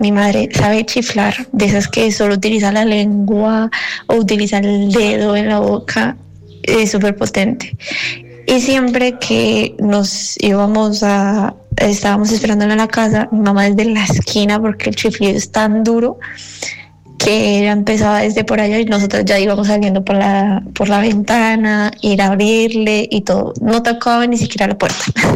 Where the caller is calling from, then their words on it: Spain; Saludos desde España.